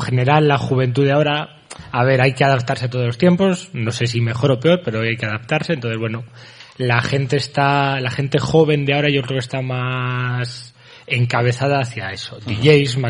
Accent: Mayorga, Castile and León, Spain; somos de aquí de Mayorga, pero bueno, trabajamos, como bien has dicho antes, a nivel nacional, de donde nos llamen sobre todo, pero bueno, somos aquí de Mayorga, a nivel de Valladolid, nivel nacional

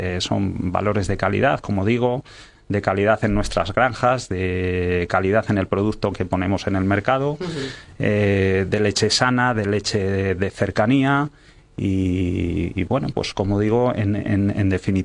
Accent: Valladolid, Castile and León, Spain; Bueno, yo soy vallisoletano, pero también soy zamorano porque mi ascendencia es desde allí.

